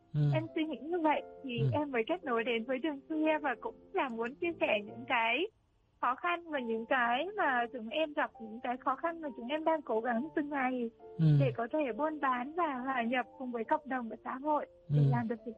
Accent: Central Vietnam, Vietnam; now in Củ Chi, Vietnam; Miền Trung chứ không phải là người miền Bắc, cũng không phải là người miền Nam, em là người miền Trung.

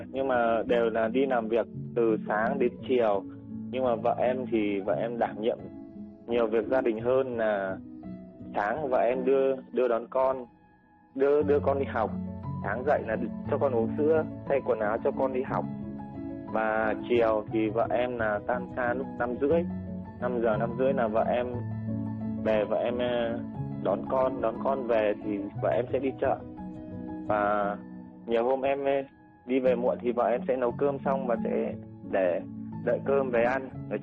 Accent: Nam Định, Vietnam; now in Hanoi, Vietnam; Em thì quê gốc ở Nam Định. Còn hiện tại thì em đang lái xe cho công ty ở trên Hà Nội.

